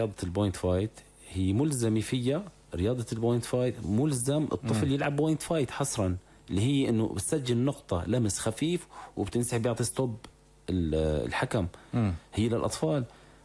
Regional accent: Idlib, Idlib Governorate, Syria; أنا كنت موجود بمدينة إدلب وأنا ابن مدينة إدلب

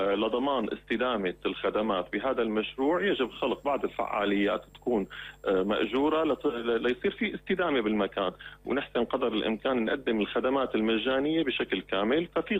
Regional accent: Syria; تليق فينا كسوريين، لأنه نحن السوريين كمان نستاهل

